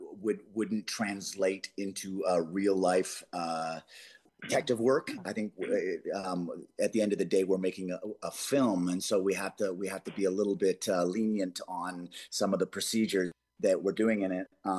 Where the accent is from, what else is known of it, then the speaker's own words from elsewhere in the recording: Canada; moved away; I'm Canadian. I love Canada, born and raised.